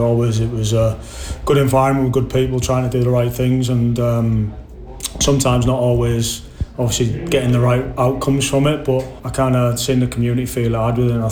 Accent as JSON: {"language": "English", "town": "Middlesbrough", "region": "North East England", "country": "United Kingdom", "tie": "born or raised there", "said": "I grew up in Middlesbrough, up in the North East"}